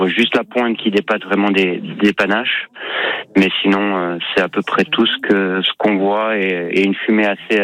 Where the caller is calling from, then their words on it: Carcès, Provence-Alpes-Côte d'Azur, France; Je suis à Carcès, à environ 4 km à peu près du centre du village, au sud